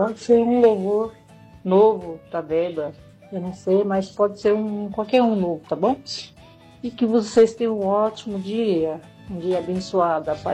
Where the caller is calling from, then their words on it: Cerquilho, São Paulo, Brazil; Aqui quem está falando é a … Eu sou aqui de Cerquilho.